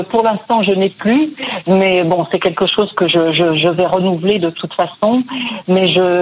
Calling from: Brech, Brittany, France; Je vous appelle de la ville de Breck.

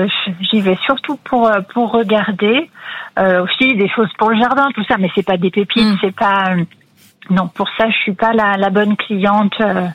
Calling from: Mâcon, Bourgogne-Franche-Comté, France; De Mâcon.

